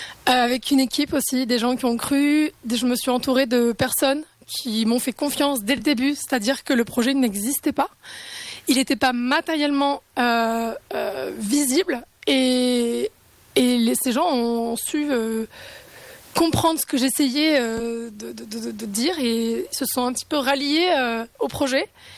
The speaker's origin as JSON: {"language": "French", "town": "Luz-Saint-Sauveur", "region": "Occitanie", "country": "France", "tie": "born or raised there", "also_born_or_lived": "the Alps", "moved": "as an adult", "said": "je suis originaire de Lucin-Sauveur et que j'ai vécu 10 ans dans les Alpes"}